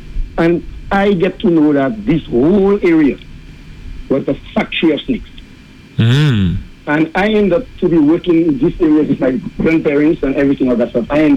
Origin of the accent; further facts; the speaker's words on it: Delhi, India; from Delhi.